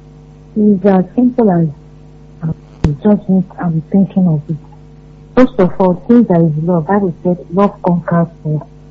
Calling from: Ibadan, Oyo, Nigeria; I'm calling from Apata.

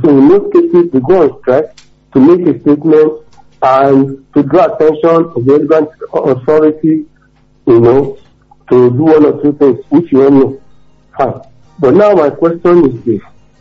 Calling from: Nigeria; I'm calling from Awosa.

